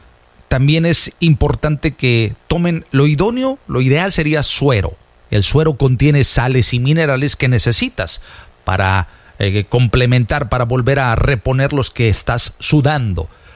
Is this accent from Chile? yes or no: no; Veracruz, Mexico; Yo soy jarocho.